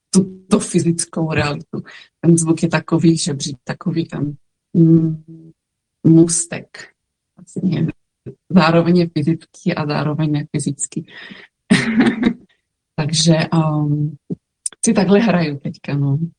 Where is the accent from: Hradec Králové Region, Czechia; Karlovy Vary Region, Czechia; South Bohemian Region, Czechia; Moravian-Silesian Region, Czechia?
Moravian-Silesian Region, Czechia; Bílovec; moved away; also born or lived in England; Bílovce a já jsem totiž žila 24 let v Anglii, takže možná bude slyšet trochu můj přízvuk. Po 24 letech se to trochu odrazilo.